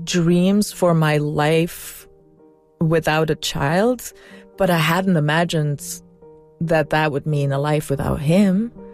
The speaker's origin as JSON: {"language": "English", "country": "Belgium", "moved": "as an adult", "lives_now": "United States", "said": "I'm from Belgium. I'd moved to the U.S. for David"}